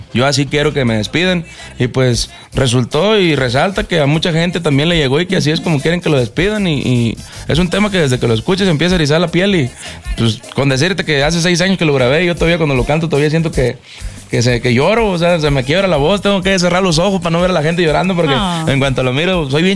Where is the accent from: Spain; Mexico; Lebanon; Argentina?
Mexico; La Caldera, Guerrero; nosotros venimos de Tierra Caliente, La Caldera, Guerrero, para ser exactos. Tierra Caliente es entre medio Michoacán, Estado de México y Guerrero.